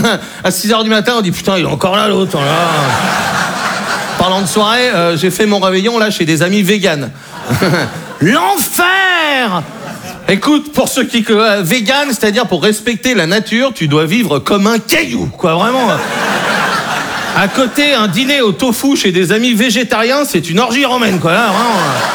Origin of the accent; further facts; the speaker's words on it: Brittany, France; je suis breton, j'ai 20 ans.